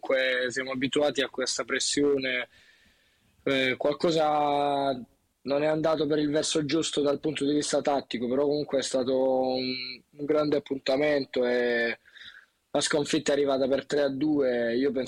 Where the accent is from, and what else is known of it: Taranto, Apulia, Italy